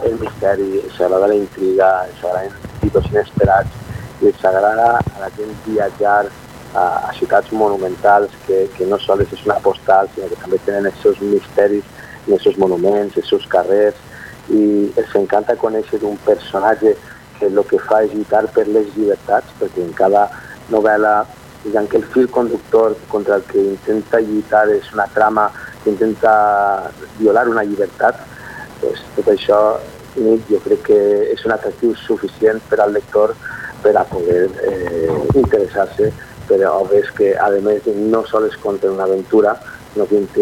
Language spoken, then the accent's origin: Catalan; Oliva, Valencian Community, Spain; a la gent del meu poble a disfrutar que ja comencen les festes del Ribollet, la nostra patrona.